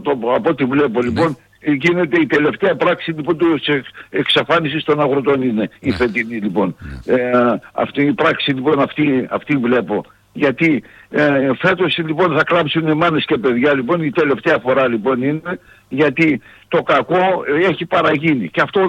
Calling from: Naousa, Central Macedonia, Greece; Από ένα χωριό της Άουσας είμαι.

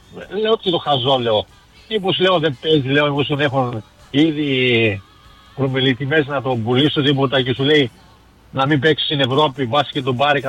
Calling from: Munich, Bavaria, Germany; Γερμανία, από Μόλαχο.

